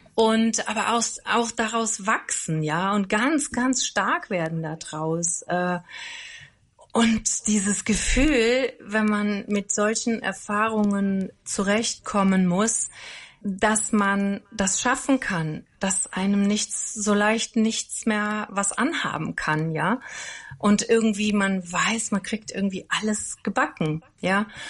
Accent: Andernach, Rhineland-Palatinate, Germany; ich komme gebürtig aus Andernach und bin im Pohltal aufgewachsen. Das ist da am See

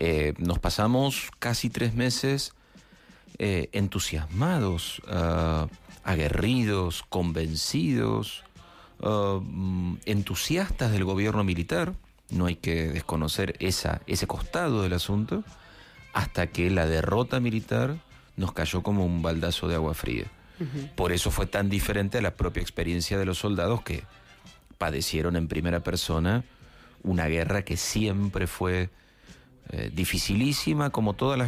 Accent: Argentina

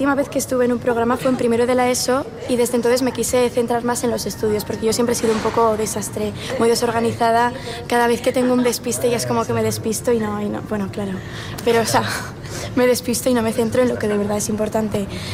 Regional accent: Pamplona, Navarre, Spain; como yo soy de Pamplona y tenía aquí el casting al lado en Bilbao, pues me he venido en Bilbao.

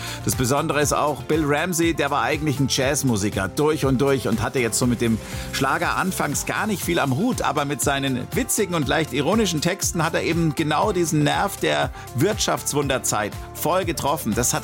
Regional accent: Germany

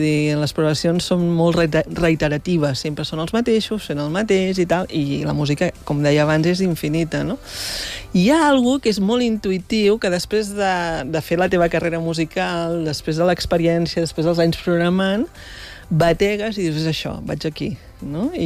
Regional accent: Barcelona, Catalonia, Spain; moved away as an adult; now in Empordà, Spain; jo sóc de Barcelona, visc a l'Empordà, des que sóc director del festival

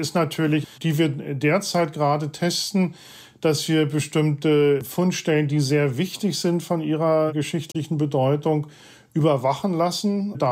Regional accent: Mecklenburg-Vorpommern, Germany; Ich bin auf der Insel Rügen aufgewachsen. Und als Junge war ich schon begeisterter Schnorchler und habe dann auch schon erste Wrackreste gefunden.

